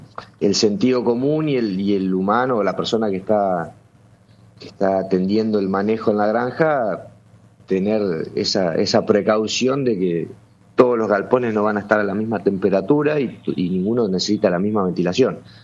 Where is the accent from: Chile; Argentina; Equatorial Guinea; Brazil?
Argentina